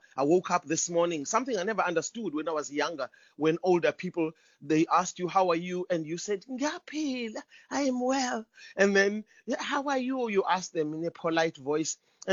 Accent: South Africa; first language Zulu; English is a second language; And if I say it in my mother tongue, singalboni ikusasa eliqhakazile emehlweni ezingane zethu, okuningi esikwenza namuhla kuyizeleze.

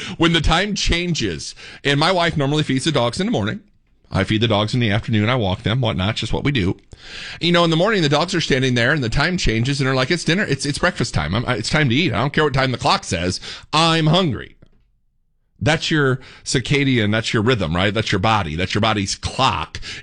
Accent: Indiana, United States; moved away; coming from Indiana, I'm a Yankee. That's another tidbit, by the way. But I can remember growing up in Indiana.

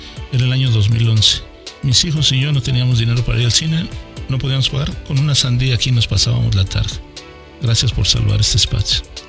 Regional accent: Chihuahua, Mexico; Chihuahua es eso, una identidad. Hay que vivirla, hay que apreciarla, hay que quererla. Chihuahua somos nosotros

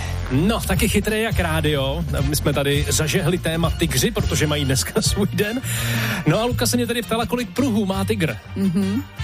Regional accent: Liberec, Liberec Region, Czechia; A když jsem z Liberce, tam máme bílý tygry

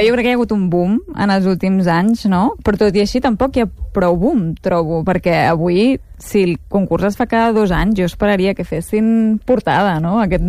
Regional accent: Barcelona, Catalonia, Spain; now in Tarragona, Spain; jo soc de Barcelona, a la base. Jo, el que passa que em vaig casar amb un tarragoní i hem acabat vivint a Tarragona, però ja als 35 anys.

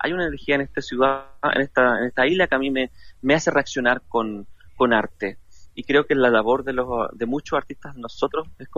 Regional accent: Chile; nosotros como chilenos

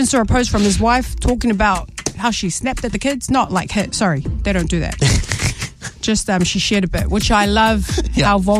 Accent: Auckland, New Zealand; Thank God. I'm from Auckland.

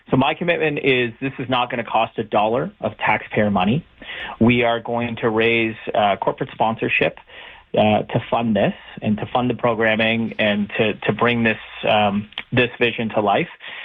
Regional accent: Hamilton, Ontario, Canada; now in Toronto, Canada; I grew up in Hamilton

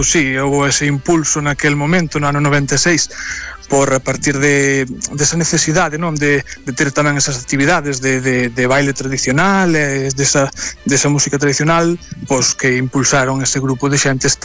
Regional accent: Palas de Rei, Galicia, Spain; eu realmente son de Pales de Rei, non son de Antas de Ulla.

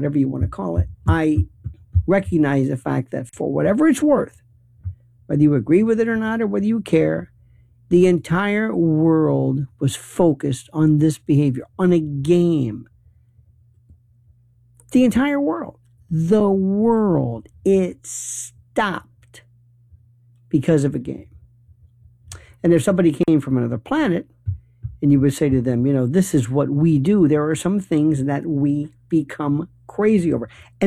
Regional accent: Tampa, Florida, United States; I grew up initially, which makes kind of no sense, but I grew up in Florida or Tampa. Not Tampa Bay, Tampa.

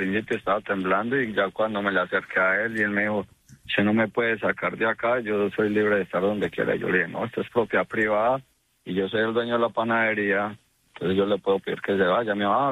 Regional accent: Antioquia, Colombia; somos de sangre paisa, sangre de arrieros. Yo fui exmilitar en Colombia.

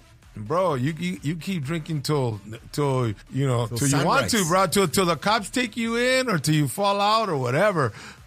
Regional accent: Mexico; born there; Spanish is a second language; Mira, te voy a decir que mi español... Yo nací en México, ¿verdad?

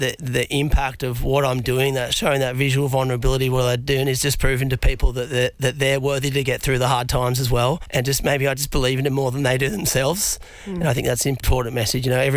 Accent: Cronulla, New South Wales, Australia; I'm a Cronulla boy. It's all on through. My dad was a long-term local and surfer. I've grown up there.

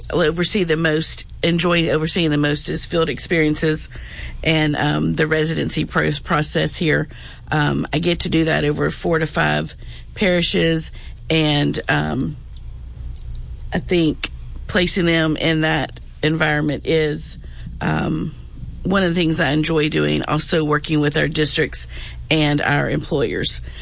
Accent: Shreveport, Louisiana, United States; I am born and bred in Shreveport, Louisiana

